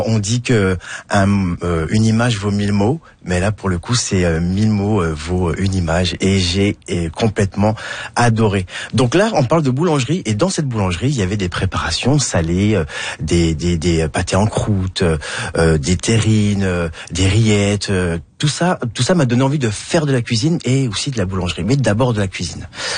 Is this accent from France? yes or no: no; Quebec, Canada; now in Saint-Nicolas, Canada; Moi j'ai la chance d'habiter à Saint-Nicolas, je suis des Appalaches, et il y a plein de producteurs là-bas